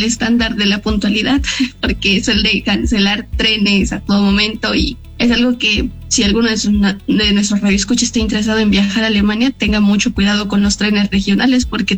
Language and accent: Spanish; Mexico; Tal vez nosotros como mexicanos tratamos de darle la equivalencia a todo